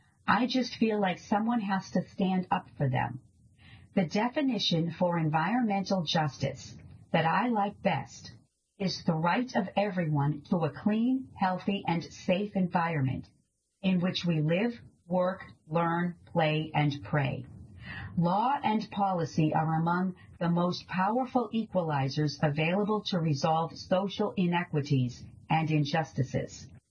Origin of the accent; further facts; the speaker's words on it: Newburyport, Massachusetts, United States; now in Colorado, United States; New to Colorado, I was raised in Newburyport, where my relationship with the outdoors was formed. In a tiny house on Franklin Street, just steps away from the Merrimack River